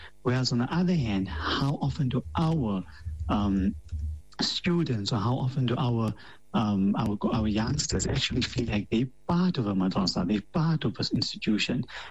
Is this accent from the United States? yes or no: no; South Africa; us as South African Muslims